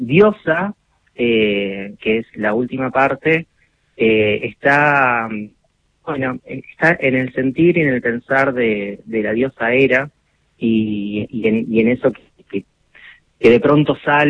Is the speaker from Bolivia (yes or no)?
no; Sarmiento, Argentina; al menos las de mi pueblo, yo soy de un pueblo, yo soy de Sarmiento